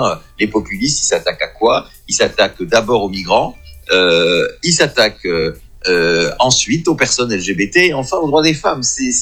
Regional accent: Béthune, Hauts-de-France, France; moved away; also born or lived in Paris; je suis à Paris toutes les semaines pour les associations que je préside, mais je vis maintenant en province, je vis à Béthune, dans le Pas-de-Calais, je suis retourné dans ma région.

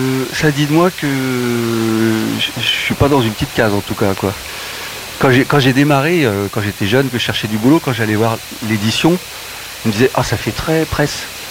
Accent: Nantes, Pays de la Loire, France; moved away as an adult; j'ai quitté Nantes pour mes études, je suis allé à Paris

